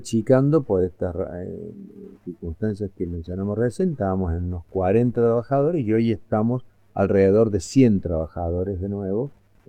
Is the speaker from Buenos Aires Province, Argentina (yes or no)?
no; Jesús María, Córdoba, Argentina; born there; vengo de una familia donde allá nací en Jesús María